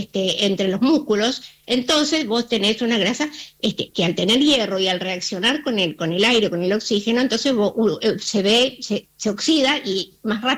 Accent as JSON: {"language": "Spanish", "country": "Argentina"}